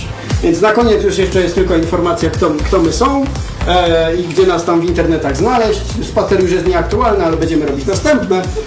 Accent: Kraków, Lesser Poland, Poland; u nas w Krakowie

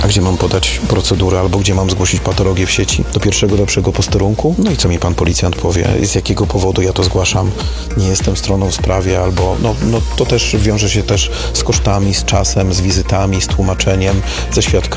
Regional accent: Radom, Masovian Voivodeship, Poland; born or raised there

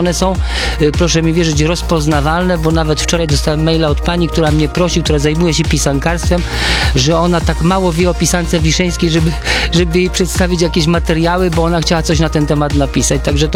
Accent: Lower Silesian Voivodeship, Poland; born there; mój ojciec pochodził daleko ze wschodu, mój teście z Ukrainy, moja mama pochodziła z Kujaw. Ja się urodziłem na Dolnym Śląsku i tu są spotkanie kilku kultur praktycznie, nie?

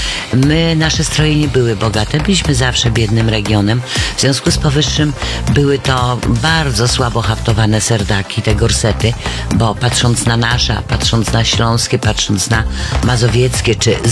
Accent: Świętokrzyskie Voivodeship, Poland; accent: Świętokrzyskie dialect (gwara świętokrzyska)

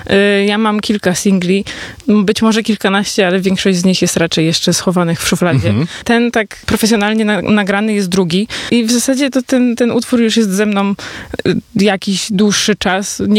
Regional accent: Wrocław, Lower Silesian Voivodeship, Poland; Jestem z Wrocławia, artystką z Wrocławia

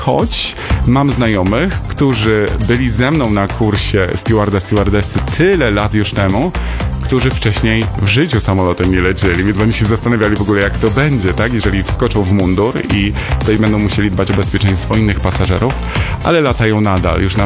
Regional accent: Nowy Sącz, Lesser Poland, Poland; born or raised there

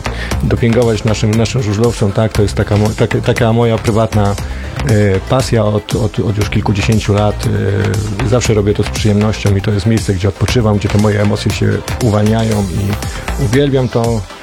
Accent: Lubusz Voivodeship, Poland; to oczywiście jeziora, lasy, jezioro Niesłyszno. Całe życie wychowywałem się obok tego jeziora, więc przepiękne jezioro.

